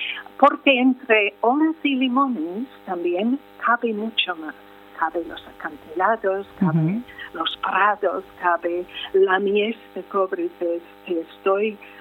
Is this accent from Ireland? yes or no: yes; Ireland; Spanish is a second language; moved away as an adult; also born or lived in Dublin; now in Madrid, Spain; ¿Verdad que el acento me delata, no? Pues yo soy de Irlanda, soy irlandesa, pero afincada en Madrid desde hace 40 años y también pues residente temporal, cada vez más residente aquí en Nogales, en Alfoz de Lloredo, pero soy irlandesa.